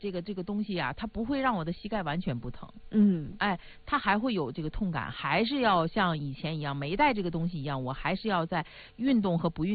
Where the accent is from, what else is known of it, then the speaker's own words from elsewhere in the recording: Northeast China, China; 用我们东北话说，我这是玻璃盖嘛